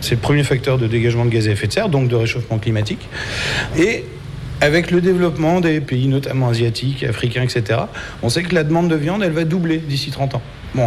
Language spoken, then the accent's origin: French; France; c'est un excellent chef, il est cambodgien, et nous on est français.